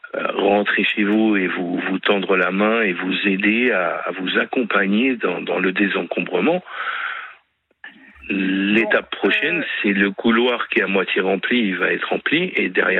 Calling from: Île-de-France, France; j'ai 46 ans, j'habite en région parisienne

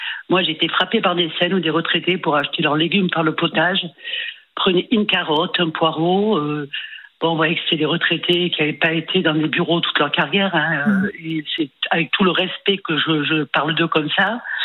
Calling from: Toulon, Provence-Alpes-Côte d'Azur, France; je suis fonctionnaire, donc j'ai beaucoup bougé sur le territoire français. Et là, je suis à Toulon.

